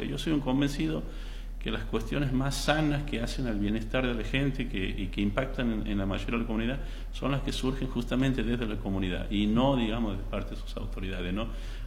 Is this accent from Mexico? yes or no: no; Tintina, Santiago del Estero, Argentina; muchos jóvenes de mi pueblo